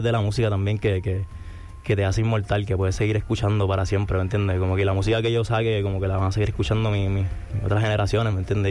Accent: Puerto Rico; yo me crié en un campito en Puerto Rico

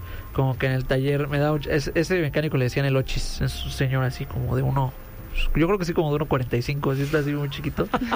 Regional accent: Acolman, State of Mexico, Mexico; de donde vengo, pues, cada 8 o cada 15 días hay sonideros. O sea, es un pueblo

